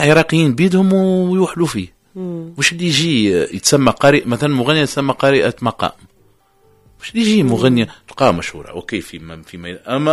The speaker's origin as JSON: {"language": "Arabic", "country": "Tunisia"}